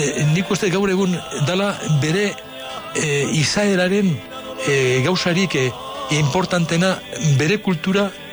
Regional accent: Basque Country, Spain; esango dute, kontxo, nongo zea espainola eta ez, euskalduna naiz.

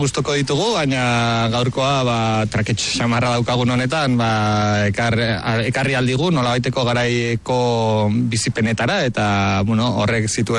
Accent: Hondarribia, Basque Country, Spain

